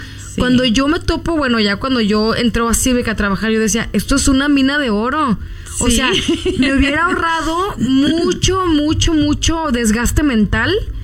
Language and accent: Spanish; Guadalajara, Jalisco, Mexico; moved away as an adult; now in Fresno, United States; yo llegué aquí a Fresno, soy mexicana, soy de Guadalajara, y llegué a Fresno cuando era que 2014. Y yo siempre, estudié negocios internacionales en la UDG.